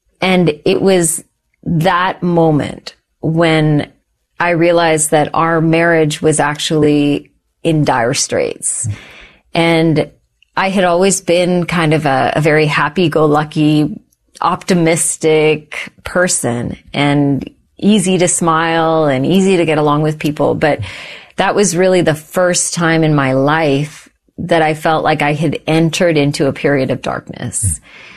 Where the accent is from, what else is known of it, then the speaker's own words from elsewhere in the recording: Sri Lanka; also born or lived in Calgary, Canada / Texas, United States; was born in Calgary, and then my family shifted to the States. So I grew up in Texas for a while, and then my parents sadly got divorced. And so my mom moved my brother and I to Sri Lanka and lived in Sri Lanka for many years.